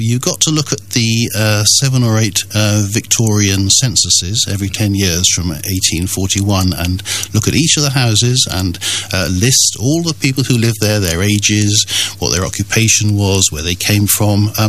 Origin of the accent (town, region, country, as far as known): Cheltenham, South West England, United Kingdom; born there; moved away